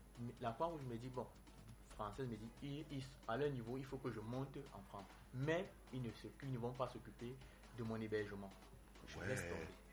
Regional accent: Cameroon; Je dis je suis un jeune Camerounais.

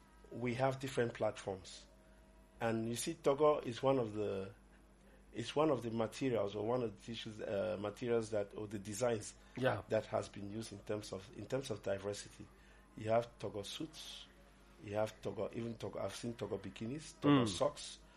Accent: Cameroon; I'm from Cameroon, Abidjan

